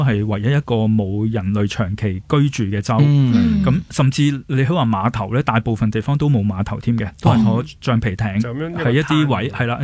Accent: Hong Kong; 我一个香港人

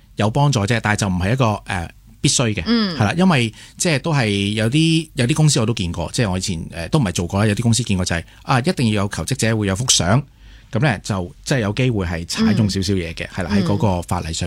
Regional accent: Hong Kong; 如果 local 即係本我哋香港人

